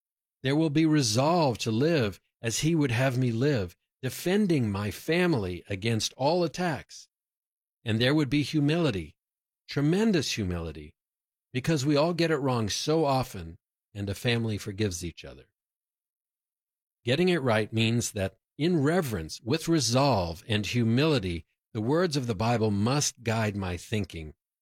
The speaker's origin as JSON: {"language": "English", "country": "United States", "said": "I'm an American Jew"}